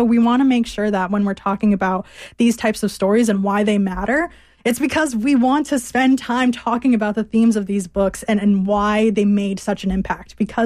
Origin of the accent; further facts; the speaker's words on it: Connecticut, United States; as a Colombian growing up in Connecticut